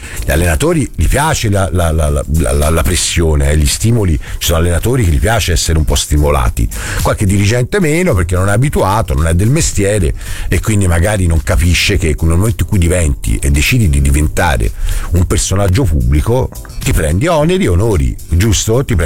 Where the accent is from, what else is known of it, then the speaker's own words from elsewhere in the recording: Florence, Tuscany, Italy; siamo Firenze, siamo fiorentini, siamo fighi